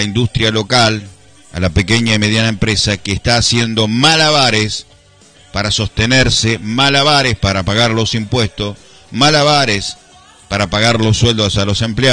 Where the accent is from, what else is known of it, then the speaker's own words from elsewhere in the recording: Argentina; nosotros como argentinos decimos